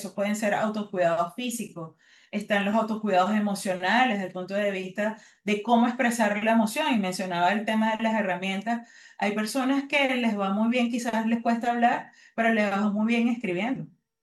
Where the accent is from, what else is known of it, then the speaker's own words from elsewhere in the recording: Venezuela; Es una de las cosas que nos caracteriza a nosotros como venezolanos